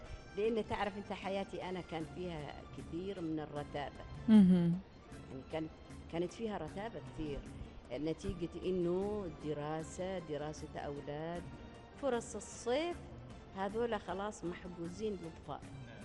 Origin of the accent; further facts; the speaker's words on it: Oman; also born or lived in Sohar / Muscat; عندنا في عمان